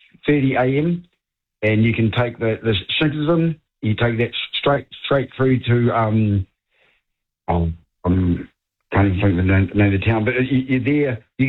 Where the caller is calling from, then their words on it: Hamilton, Waikato, New Zealand; I'm from Hamilton.